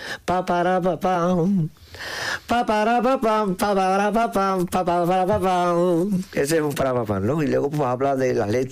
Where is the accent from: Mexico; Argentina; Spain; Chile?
Spain; Alicante, Valencian Community; born there; now in Triana, Spain; Mi madre, por parte de mi madre, vengo de extremeño. Yo nací en Alicante.